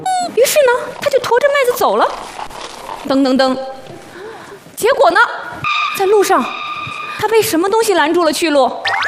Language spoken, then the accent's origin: Chinese; Hong Kong; 大家好，我是来自香港的 … ，今天呢是我第一次在内地给小朋友们上课，我感到非常的开心。